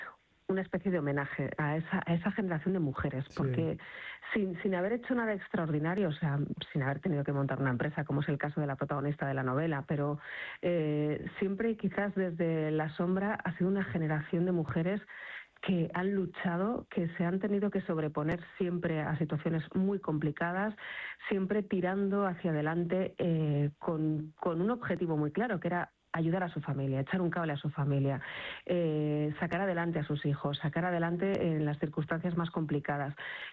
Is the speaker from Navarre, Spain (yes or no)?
yes; Falces, Pamplona, Navarre, Spain; Porque es terreno conocido, es mi tierra, es la tierra de mis padres